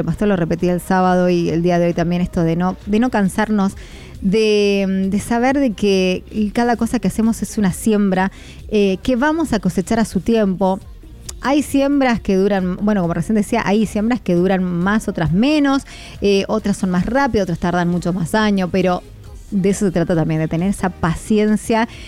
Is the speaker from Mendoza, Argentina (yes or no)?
yes; Mendoza, Argentina